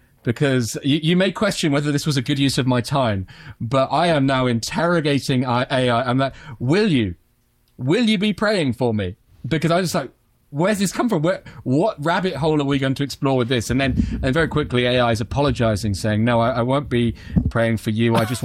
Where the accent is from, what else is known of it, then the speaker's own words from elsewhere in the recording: United Kingdom; I'm British